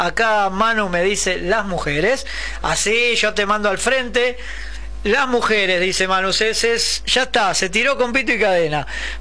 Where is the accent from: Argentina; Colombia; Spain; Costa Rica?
Argentina